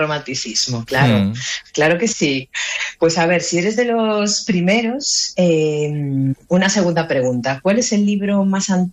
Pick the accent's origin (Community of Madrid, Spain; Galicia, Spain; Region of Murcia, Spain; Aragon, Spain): Galicia, Spain; moved away as an adult; now in Asturias, Spain; Soy gallega, afincada en Asturias desde hace 17 años